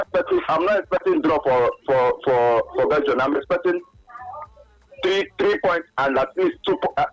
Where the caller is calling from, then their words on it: Abuja, Federal Capital Territory, Nigeria; I'm calling from Abuja.